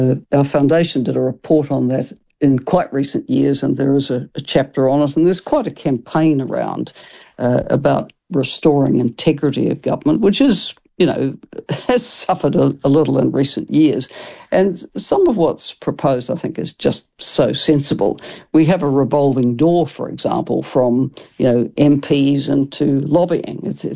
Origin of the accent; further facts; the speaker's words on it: New Zealand; as a New Zealander